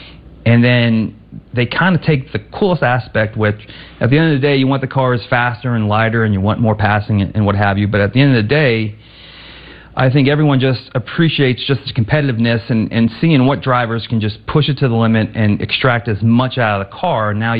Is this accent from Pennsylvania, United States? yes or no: yes; Pennsylvania, United States; born or raised there